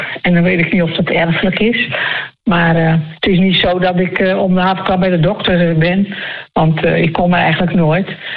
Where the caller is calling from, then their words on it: Woerden, Utrecht, Netherlands; Uit Woerden.